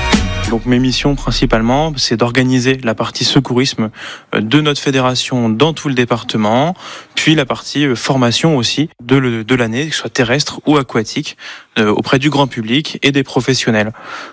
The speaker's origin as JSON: {"language": "French", "town": "Châteauroux", "region": "Centre-Val de Loire", "country": "France", "tie": "born or raised there", "said": "je suis originaire de Châteauroux, j'habite à Châteauroux."}